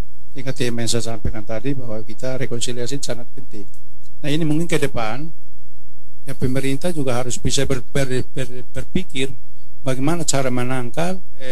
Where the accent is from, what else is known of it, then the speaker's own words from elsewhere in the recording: Belu, East Nusa Tenggara, Indonesia; kita orang Belu.